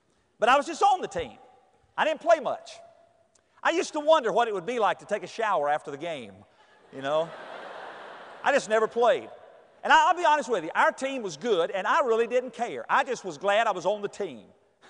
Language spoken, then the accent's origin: English; North Carolina, United States; I grew up in North Carolina. Basketball's big in North Carolina.